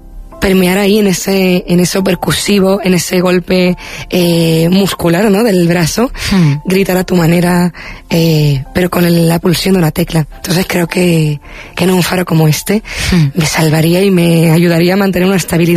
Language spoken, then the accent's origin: Spanish; Los Llanos de Aridane, Canary Islands, Spain; toqué en la plaza de los Llanos de Aridane, en mi pueblo, frente